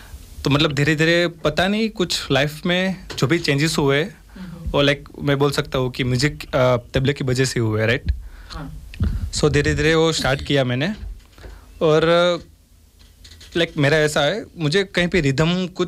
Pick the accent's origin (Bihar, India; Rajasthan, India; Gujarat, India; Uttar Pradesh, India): Gujarat, India; वैसे देखा जाए तो I M A Gujju like मैं जहाँ से बिलोंग करता हूँ वहाँ से लाइक म्यूजिशंस कोई नहीं है सुनने वाला ज़्यादा है